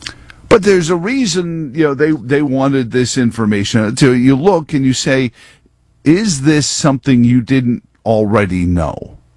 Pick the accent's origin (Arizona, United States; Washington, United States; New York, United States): New York, United States; now in Charlottesville, United States; I don't hide facts like the being born and raised in New York. I like to think that that's something you can overcome as well.